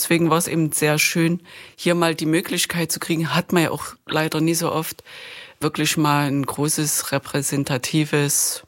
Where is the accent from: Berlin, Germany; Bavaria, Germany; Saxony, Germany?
Saxony, Germany; Chemnitz